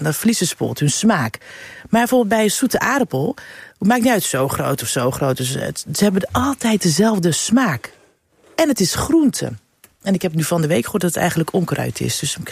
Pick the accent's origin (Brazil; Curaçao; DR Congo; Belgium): Curaçao; now in Almere, Netherlands; We gingen van Curaçao in Almere wonen.